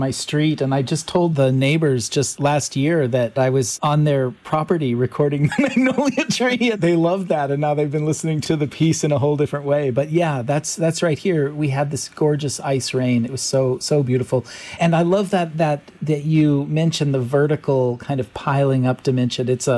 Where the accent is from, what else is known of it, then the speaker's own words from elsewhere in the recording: Alaska, United States; I was born and raised in Alaska, and I'm like really tight with snow and ice.